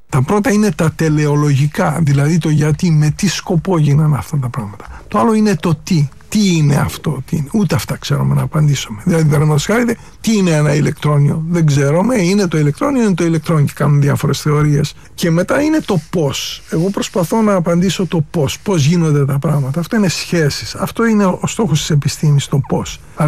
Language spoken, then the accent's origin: Greek; Greece; Θα προτιμούσα εδώ, στην πατρίδα μου, σίγουρα. Εντάξει, αλλά η Ελλάδα δυστυχώς είναι κάποια θλίψη για μένα, η Ελλάδα.